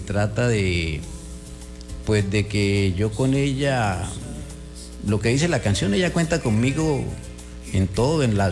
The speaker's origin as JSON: {"language": "Spanish", "town": "Ocaña", "region": "Norte de Santander", "country": "Colombia", "moved": "yes", "lives_now": "Cúcuta, Colombia", "said": "Yo soy de Ocaña, pero vivo acá en Cúcuta hace mucho tiempo."}